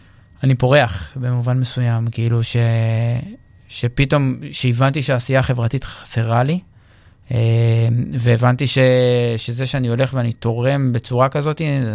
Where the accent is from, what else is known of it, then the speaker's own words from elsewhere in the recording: Acre, Northern District, Israel; אז אני גדלתי באקו